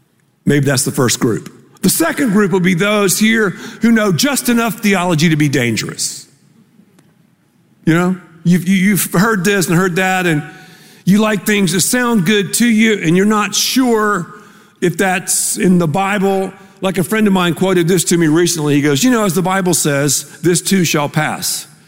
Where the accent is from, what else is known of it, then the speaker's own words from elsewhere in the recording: Texas, United States; We're from Texas. I mean, I'm from the dirty South.